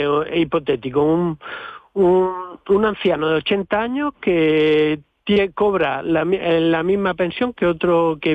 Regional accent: Purchena, Andalusia, Spain; yo soy de Purchena

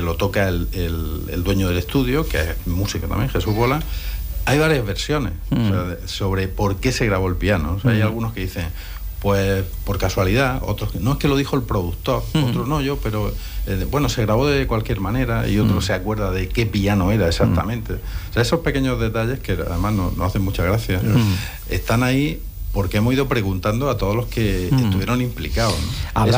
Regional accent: Almería, Andalusia, Spain; Una que éramos de Almería

